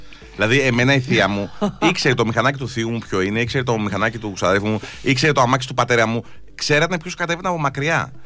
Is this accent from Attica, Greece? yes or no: yes; Athens, Attica, Greece; είμαι Αθηναίος και κατεβαίνω για διακοπές.